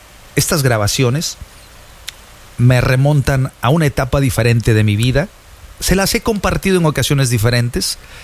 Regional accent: Veracruz, Mexico; Yo soy jarocho.

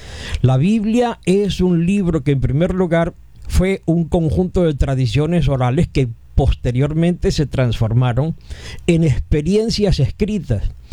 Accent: Venezuela; Estamos nosotros como venezolanos viviendo una experiencia de duelo tremendo

